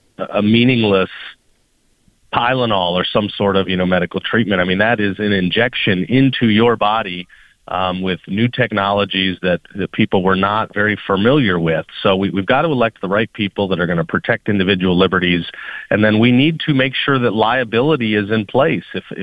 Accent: United States; as an American people

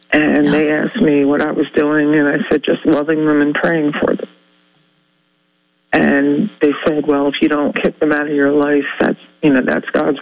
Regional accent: New Jersey, United States; I'm originally from Southwest New Jersey, where the churches I could get to easy, and there was a lot of them, believe it or not. But I know you think Jersey, but yeah, no, it was a good community and a good state, the southern part anyway.

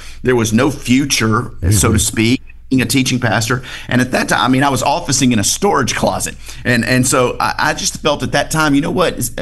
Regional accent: Bossier City, Louisiana, United States; born or raised there

